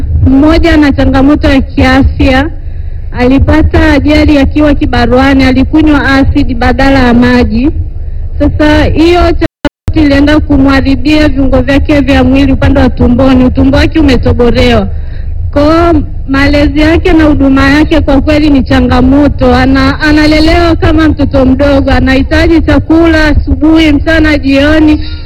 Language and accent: Swahili; Nyamongo, Mara, Tanzania; nimetokea Nyamongo Tarime.